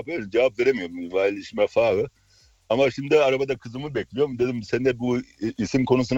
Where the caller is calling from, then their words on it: Alzey, Rhineland-Palatinate, Germany; Alzey'den arıyorum.